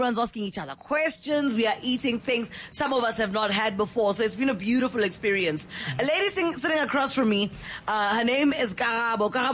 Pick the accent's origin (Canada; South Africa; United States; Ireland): South Africa; That's what I love about being a South African.